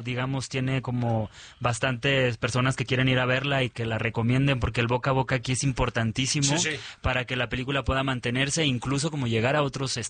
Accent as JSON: {"language": "Spanish", "town": "Mexicali", "region": "Baja California", "country": "Mexico", "said": "yo soy de Mexicali"}